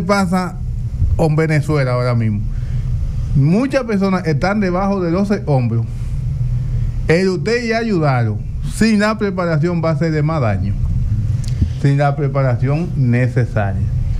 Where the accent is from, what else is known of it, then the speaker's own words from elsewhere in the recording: Dominican Republic; Nosotros como dominicanos tenemos un chin de preparación.